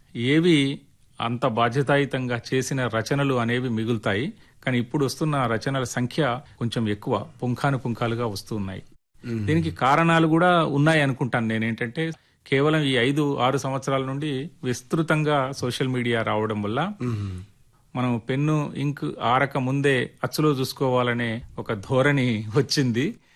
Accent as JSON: {"language": "Telugu", "town": "Chityal", "region": "Telangana", "country": "India", "tie": "born or raised there", "said": "నేను 3 సంవత్సరాల వయసున్నప్పుడు మా నాన్నగారు చనిపోవడం వల్ల నేను మా సొంత ఊరు కల్లోనికుంటలో ఉండడానికి అవకాశం లేక బతుకు తెరువు కోసం మా అమ్మ నన్ను తీసుకుని చిట్యాల గ్రామానికి వలస వచ్చారు."}